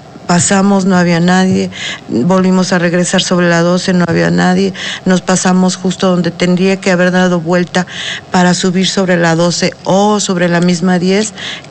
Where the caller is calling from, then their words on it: Apizaco, Tlaxcala, Mexico; venimos de Apizaco, no somos de aquí